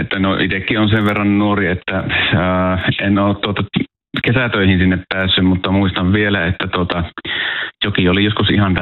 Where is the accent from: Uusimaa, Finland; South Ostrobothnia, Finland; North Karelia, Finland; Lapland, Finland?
Lapland, Finland; Kemi; Kasvoin en ihan varsinaisesti Paattiossa, vaan kaupunginosan nimi oli Torvinen, mutta omasta ikkunasta näin, kun katsoin ojaa yli, niin näkyi Paattio ja tämähän on kuitenkin Kemissä